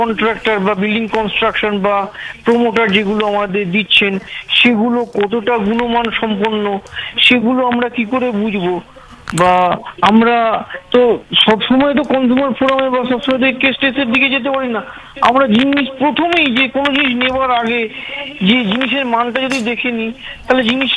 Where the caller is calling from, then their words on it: Howrah, West Bengal, India; নমস্কার, আমি হাওড়ার কোনা থেকে